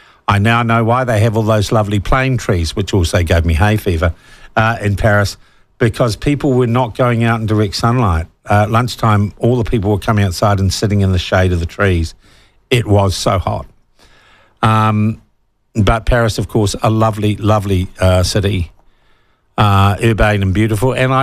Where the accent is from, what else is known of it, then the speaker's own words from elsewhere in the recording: New Zealand; I'm a New Zealander.